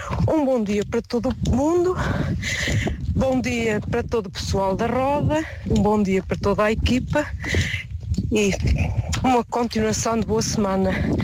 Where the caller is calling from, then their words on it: Azevedo, Portugal; de localidade de Azevedo, Conselho de Arboira de Pena.